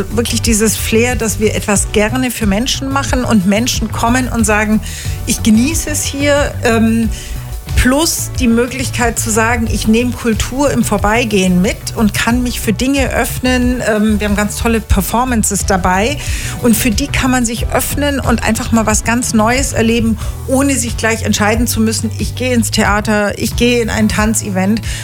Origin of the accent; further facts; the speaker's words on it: Bavaria, Germany; now in Munich, Germany; Ich bin aufgewachsen im Allgäu und wenn man mit dem Ostallgäuer Kennzeichen nach München gefahren ist